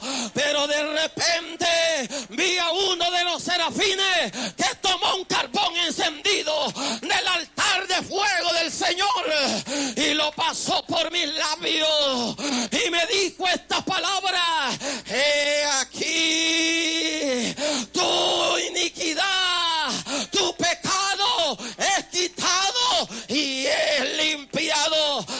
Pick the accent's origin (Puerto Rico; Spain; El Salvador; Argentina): El Salvador; Venimos desde la República del Salvador con El Salvador. Amén. A proclamar al Salvador Jesucristo, el Hijo de Dios.